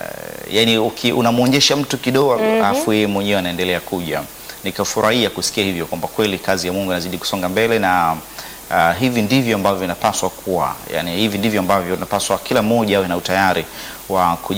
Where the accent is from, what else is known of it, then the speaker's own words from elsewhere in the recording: Songea, Ruvuma, Tanzania; moved away; kule nyumbani kwetu Songea, kule Mbali Mbinga